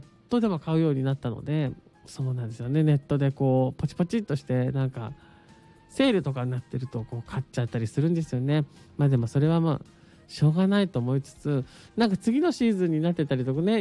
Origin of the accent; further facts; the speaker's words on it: Yamanashi, Japan; now in Tokyo, Japan; 私が出ました山梨県にね、